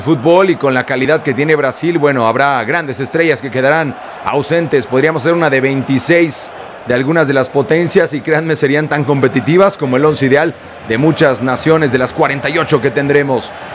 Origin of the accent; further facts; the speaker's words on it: Mexico; Ya quisiéramos tener, como mexicanos, pues uno o dos de los nuestros en estas instancias definitivas.